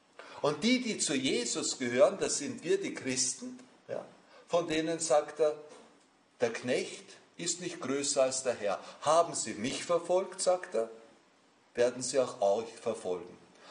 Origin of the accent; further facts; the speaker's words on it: Austria; das liegt bei uns im Osten, Richtung Bratislava, aber noch in Österreich